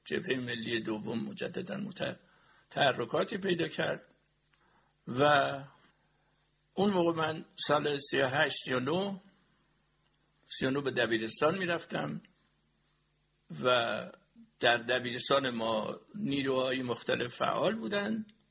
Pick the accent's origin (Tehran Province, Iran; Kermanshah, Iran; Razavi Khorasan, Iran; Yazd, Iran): Kermanshah, Iran; کنگاور که میای، حتی نزدیک میشه به بخشی از زبان به طرف همدان و ملایر زبان لوری. به هر حال ما با زبان فارسی در خانواده بزرگ شدیم.